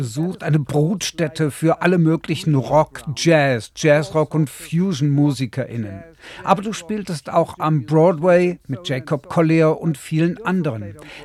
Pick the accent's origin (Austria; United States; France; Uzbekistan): France; German is a second language; Bartok, Stravinsky und als Franzose natürlich Ravel.